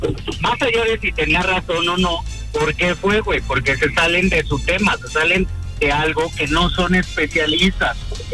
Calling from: Apatlaco, Mexico City, Mexico; De Apatlaco, capital del mundo.

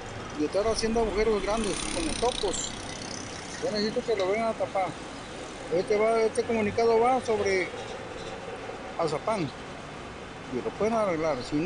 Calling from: Mexico; yo soy de Nueva Armonía

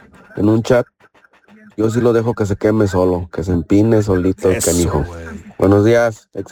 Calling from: Guadalajara, Jalisco, Mexico; de Guadalajara, Jalisco.

